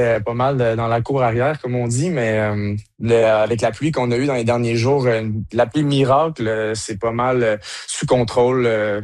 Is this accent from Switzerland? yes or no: no; Sherbrooke, Quebec, Canada; now in Pemberton, Canada; Oui, moi, c'est Sherbrooke, canton de l'Est.